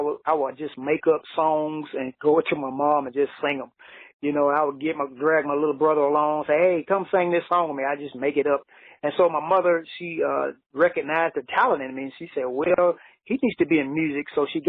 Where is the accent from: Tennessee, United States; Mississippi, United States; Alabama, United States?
Alabama, United States; Cottage Grove; growing up in Cottage Grove, Alabama